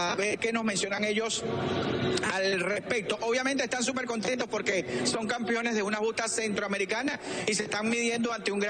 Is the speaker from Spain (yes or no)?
no; Venezuela; nos identificamos como venezolanos